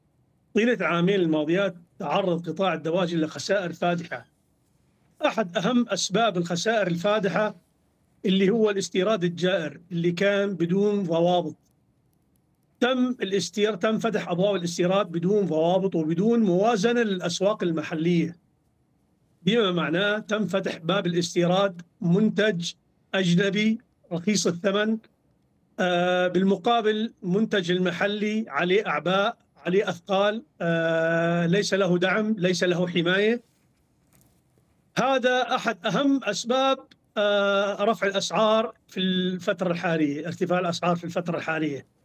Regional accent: Syria; إحنا لغاية الآن عندنا في سوريا ما قبلنا ندخل البروتين الحيواني لما عرفنا منشأه. الاعتبارات وطنية عندنا.

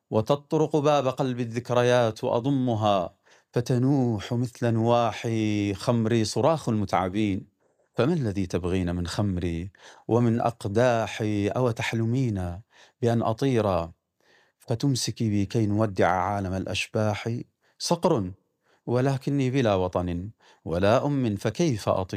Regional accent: Deir ez-Zor, Deir ez-Zor Governorate, Syria

